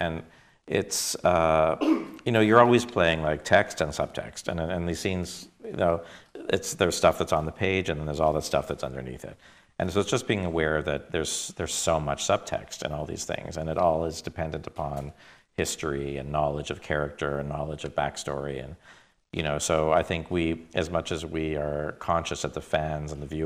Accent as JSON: {"language": "English", "town": "Toronto", "region": "Ontario", "country": "Canada", "tie": "born or raised there", "said": "I was very influenced by growing up in Canada, which is, I grew up in Toronto"}